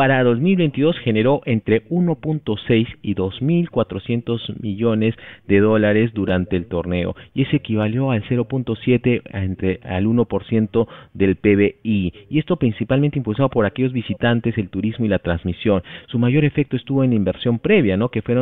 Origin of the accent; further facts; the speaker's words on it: Peru; nuestra conexión como peruanos con el Mundial